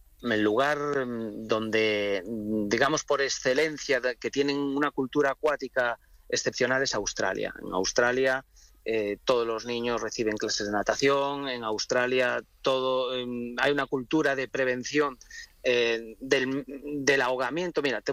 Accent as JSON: {"language": "Spanish", "region": "Galicia", "country": "Spain", "said": "yo soy de Galicia y estamos teniendo temperaturas en Galicia que son, una barbaridad en comparación con la fecha y con otros años."}